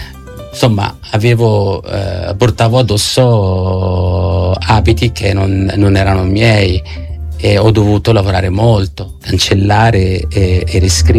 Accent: Amman, Amman Governorate, Jordan; Italian is a second language; moved away as an adult; also born or lived in Perugia, Italy; io ho vissuto ad Amman in Giordania

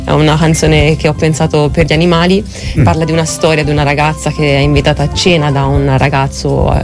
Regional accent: Montepulciano, Tuscany, Italy; Vengo da originaria a Montepulciano, abito nell'Aretino da diversi anni ormai.

